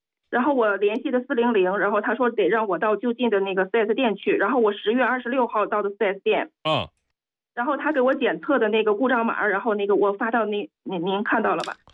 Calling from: Weihai, Shandong, China

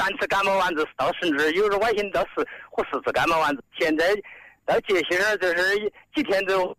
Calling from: Suizhou, Hubei, China; 我们是后半山随州市的。

